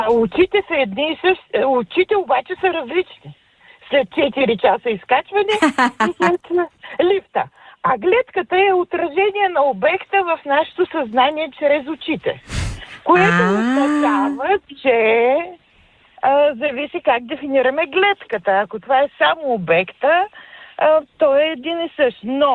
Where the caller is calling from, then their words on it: Radomir, Pernik Province, Bulgaria; съм от Радомир.